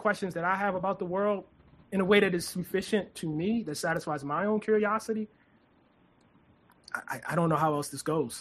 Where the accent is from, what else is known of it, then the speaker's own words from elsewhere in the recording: Baltimore, Maryland, United States; accent: Baltimore; people at different points in my career whose vocabulary was larger than mine, who maybe didn't have my Baltimore accent, who had been to places that I had not been